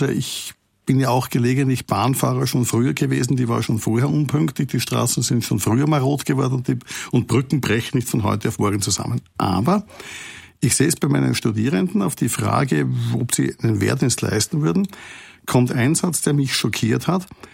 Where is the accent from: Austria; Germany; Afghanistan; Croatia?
Austria; Und ich komme aus einem neutralen Land, wie Sie an meiner Stimme hören. Ich bin Österreicher.